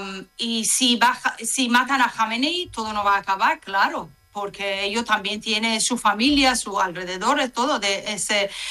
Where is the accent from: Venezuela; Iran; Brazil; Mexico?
Iran; Spanish is a second language; now in Málaga, Spain; Ah, mis padres, yo vivía en capital, pero ahora mis padres viven en norte de Irán, que es más seguro en todo el país.